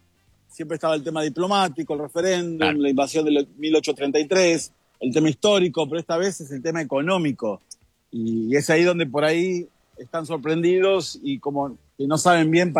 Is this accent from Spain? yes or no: no; Argentina; now in London, United Kingdom; ahora cuando digo que soy argentino tengo que ir tanteando un poquito.